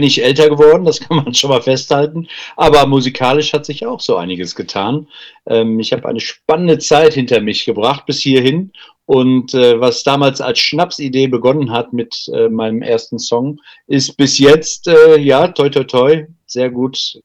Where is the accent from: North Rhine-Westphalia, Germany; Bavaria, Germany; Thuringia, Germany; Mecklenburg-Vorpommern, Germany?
North Rhine-Westphalia, Germany; Cologne; kommt aus Köln. Der Mann mit dem Hut, würde ich sagen. Ich bin ein Rheinländer, eine Frohnatur.